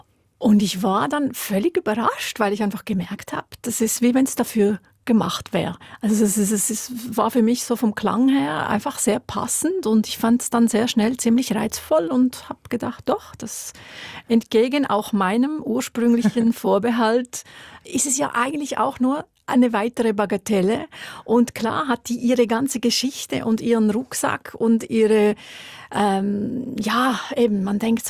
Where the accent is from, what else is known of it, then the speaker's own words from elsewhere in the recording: Wollerau, Schwyz, Switzerland; also ich bin in Wollerau aufgewachsen und da waren Ländler-Stubetten am Wochenende in so kleinen Beizen gehörten einfach zur Tradition